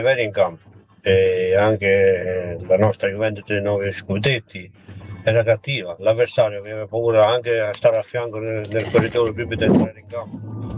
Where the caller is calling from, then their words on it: Toronto, Ontario, Canada; da Toronto.